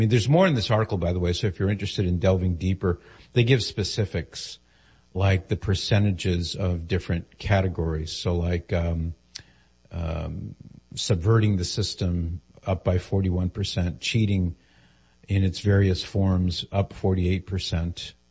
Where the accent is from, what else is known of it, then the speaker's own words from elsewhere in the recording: California, United States; This is when I grew up in Southern California.